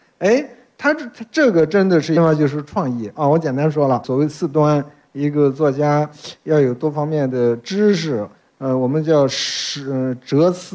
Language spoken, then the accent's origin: Chinese; Beijing, China; 咱们北京人喜欢吃蘸羊啊，涮羊肉蘸羊